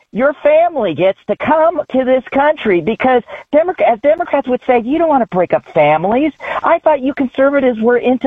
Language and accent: English; California, United States; I'm from California